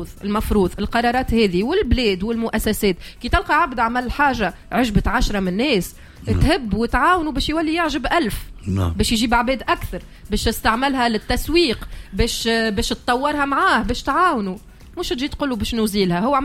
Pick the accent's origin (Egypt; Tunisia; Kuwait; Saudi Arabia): Tunisia; انا توهاني تونسية وعندي فوق العشرين سنة في تونس العاصمة